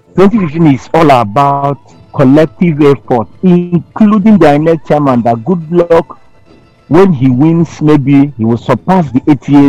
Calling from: Israel; calling from Israel.

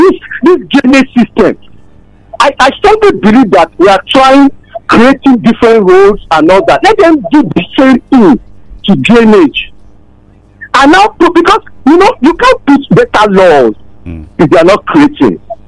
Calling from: Lagos, Nigeria; from Ojota.

